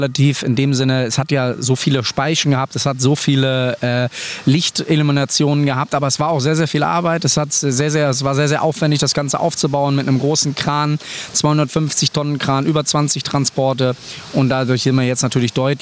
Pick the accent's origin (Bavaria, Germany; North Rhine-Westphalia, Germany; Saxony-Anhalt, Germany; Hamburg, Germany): North Rhine-Westphalia, Germany; Bonn; Aus Bonn. Wir kommen ursprünglich aus Bonn.